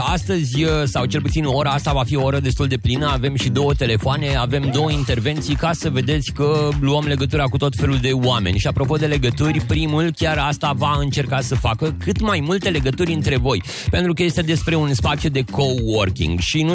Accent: Suceava County, Romania; eu vin din Bucovina

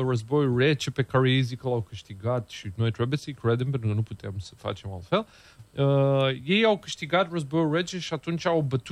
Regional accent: Romania; norocul nostru ca români, că nu suntem americani

